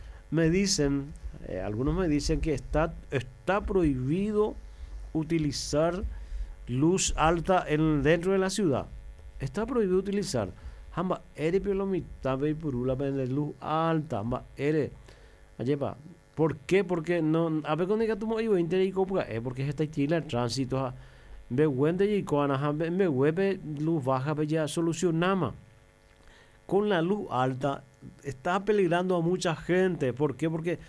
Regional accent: Paraguay; somos todos paraguayos

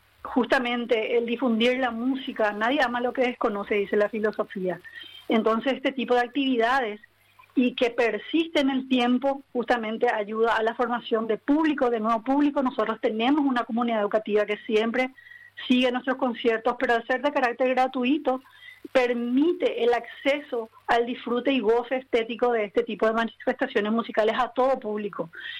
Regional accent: Paraguay

